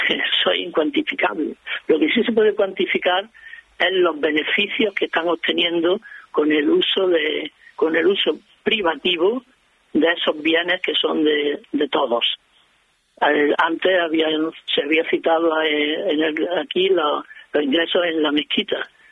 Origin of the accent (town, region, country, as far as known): Córdoba, Andalusia, Spain